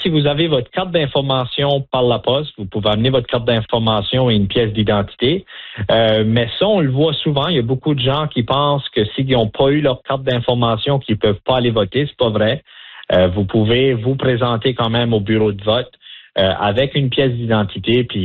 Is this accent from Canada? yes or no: yes; New Brunswick, Canada; Moi, je suis un Acadien, je suis originaire du New-Brunswick, alors je comprends cette importance-là